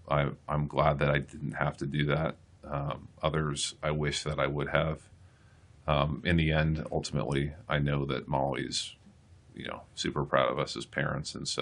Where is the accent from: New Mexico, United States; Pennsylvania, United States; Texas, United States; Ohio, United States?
Texas, United States; Houston; We're from Houston. I think there's 11 total from Houston or surrounding areas.